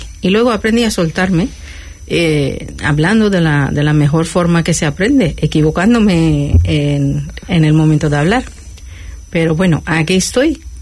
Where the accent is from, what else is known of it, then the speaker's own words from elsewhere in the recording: Mumbai, Maharashtra, India; Spanish is a second language; moved away as an adult; now in Ceuta, Spain; Y soy nativa de la ciudad de Bombay, de la India. Pero hoy por hoy puedo decir que me siento muy caballa.